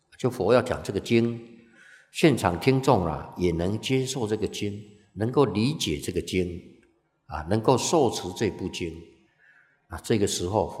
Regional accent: Taiwan; 我们台湾都先喝水

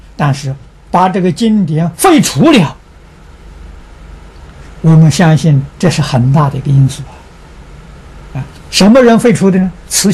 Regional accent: China; 我们中国人俗话讲，快刀斩乱麻

